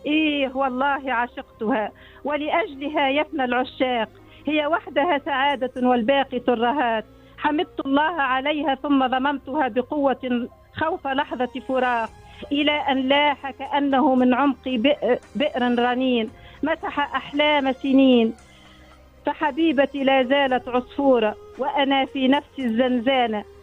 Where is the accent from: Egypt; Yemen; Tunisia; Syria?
Tunisia; born there; مسقط رأسي مليك